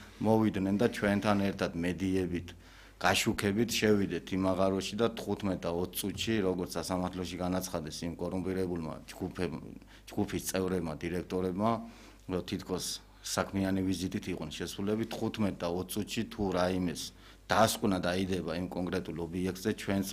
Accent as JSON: {"language": "Georgian", "region": "Imereti", "country": "Georgia", "said": "ზემოიმერლები ის ხალხი ვართ, რომელსაც ჩვენი კუთხეები გვიყვარს"}